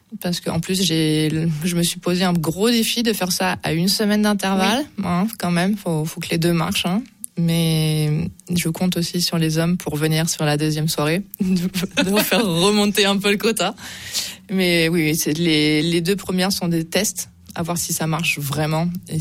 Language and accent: French; Cap d'Agde, Occitanie, France; On vient du Cap d'Agde avec mon mari, mon futur